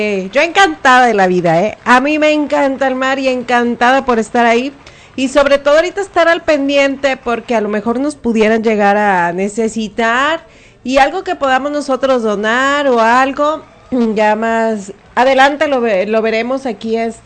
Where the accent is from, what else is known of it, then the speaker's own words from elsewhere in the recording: Nayarit, Mexico; somos mexicanos y sobre todo nayarita